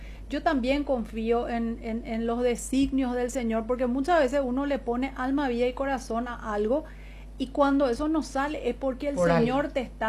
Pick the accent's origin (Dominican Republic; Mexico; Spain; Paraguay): Paraguay; desde nuestra historia, desde lo que somos, de nuestra identidad como paraguayos.